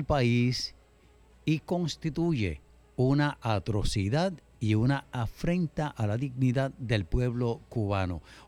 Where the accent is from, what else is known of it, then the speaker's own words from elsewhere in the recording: Puerto Rico; No podemos comparar la política de estos países con la política estadounidense que nos compete a nosotros porque somos de Puerto Rico.